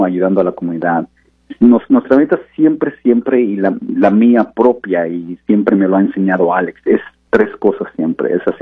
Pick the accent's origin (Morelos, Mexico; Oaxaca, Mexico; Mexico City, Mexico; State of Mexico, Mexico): Mexico City, Mexico; also born or lived in Minnesota; now in Seattle, United States; Mira, original de la Ciudad de México, que viví después, estuve ahí como por 15 años, después vine a Estados Unidos con mucha prisa originalmente, y llegué a Minnesota, y ahí estuve más de 22 años